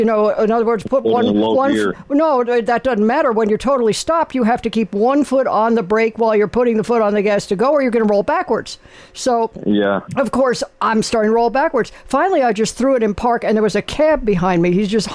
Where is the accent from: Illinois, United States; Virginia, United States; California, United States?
California, United States; Los Angeles; I'm from Los Angeles originally, but I got my driver's license.